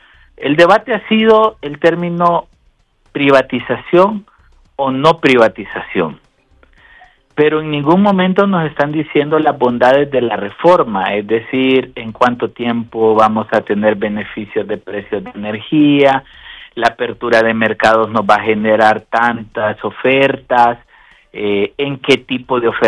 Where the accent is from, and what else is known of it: Honduras